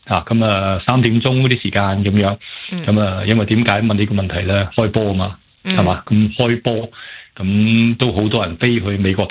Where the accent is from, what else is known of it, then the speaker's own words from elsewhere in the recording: Hong Kong; 咁我哋香港人梗系讲翻国泰啦